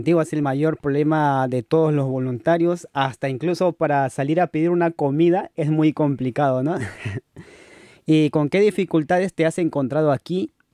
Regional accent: Peru; moved away as an adult; now in Tübingen, Germany; tú y yo somos voluntarios peruanos en Alemania.

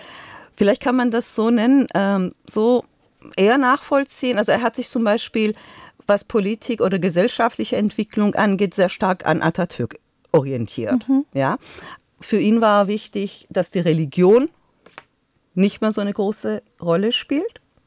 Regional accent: Tehran, Tehran Province, Iran; Ich bin im Kind, also als Kind aufgewachsen im Iran. Meine Kindheit war eigentlich eine sehr schöne Kindheit. Also ich bin in der Hauptstadt geboren.

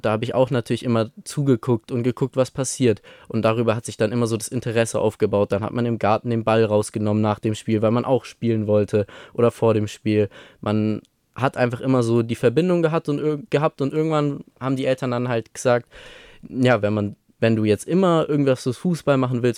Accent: Stuttgart, Baden-Württemberg, Germany; born there

